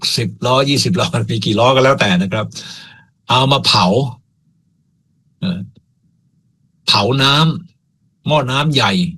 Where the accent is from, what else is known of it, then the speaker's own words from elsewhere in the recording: Suphan Buri, Thailand; now in Pak Chong, Thailand; ผมจะไปเยี่ยมชาวสุพรรณของผมเนี่ยแม้ว่าทุกวันนี้ผมจะเป็นชาวปากช่องไปแล้วก็ตาม